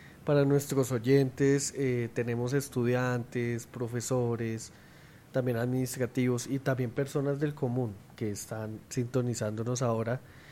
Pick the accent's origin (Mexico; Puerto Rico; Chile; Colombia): Colombia; Como colombianos podemos acceder a este tipo de oportunidades.